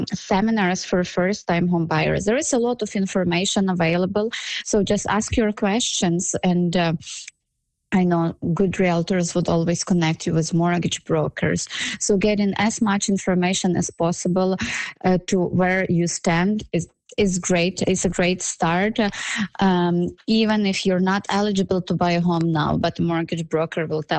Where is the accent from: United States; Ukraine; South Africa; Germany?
Ukraine; let's say I'm from Ukraine, and in Ukraine, we don't use credit cards that much.